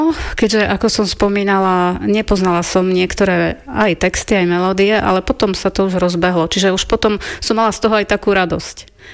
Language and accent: Slovak; Hriňová, Banská Bystrica Region, Slovakia; moved away as an adult; now in Jalšovík, Slovakia; Pochádzam z Podpoliania, z Hriňovej.